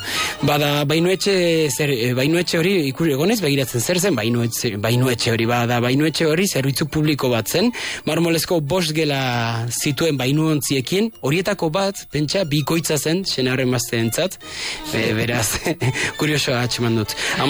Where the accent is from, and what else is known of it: Pamplona, Navarre, Spain; born there